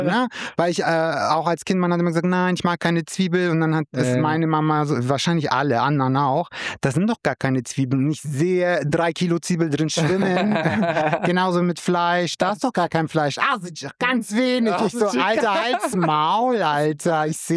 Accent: Rotenburg, Germany

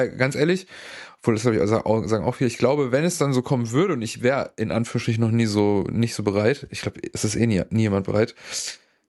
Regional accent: North Rhine-Westphalia, Germany; now in Cologne, Germany; Nee, ich komme aus dem Rheinland, sage ich jetzt mal.

